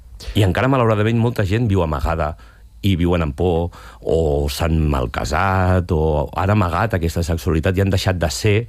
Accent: Sant Pau de Segúries, Catalonia, Spain

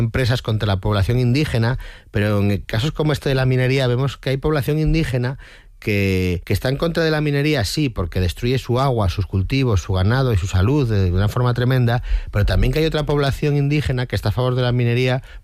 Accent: Asturias, Spain; Yo soy asturiano y me da la impresión de que el estado de la extracción minera allí en Bolivia es como el de aquí en el siglo XIX, ¿no?

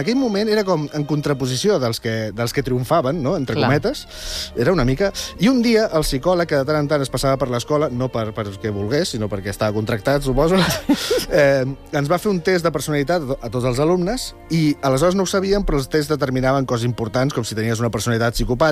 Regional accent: Viladecans, Catalonia, Spain; quan era per adolescent, a la meva escola de Viladecans

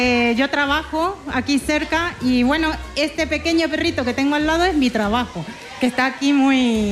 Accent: Paraguay; now in Spain; Soy paraguaya, llevo 18 años en España

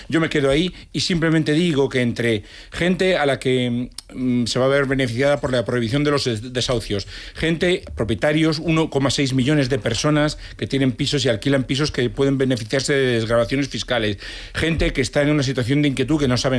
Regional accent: Ferrol, Galicia, Spain; Sí, además somos medio de Ferrol los dos. Bueno, que él nació en Vigo

